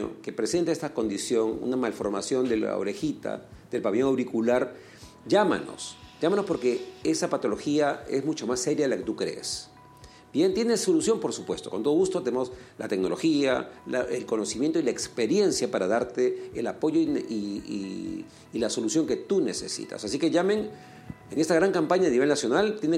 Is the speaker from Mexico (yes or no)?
no; Ica, Peru; now in Lima, Peru; somos de origen provinciano, me incluyo. Soy de Ica, mi familia viene de Ica.